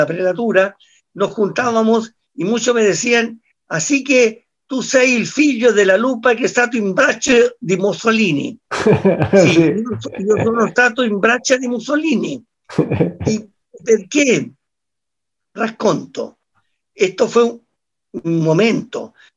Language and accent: Spanish; Valparaíso, Chile; born there; Spanish is a second language; also born or lived in Rome, Italy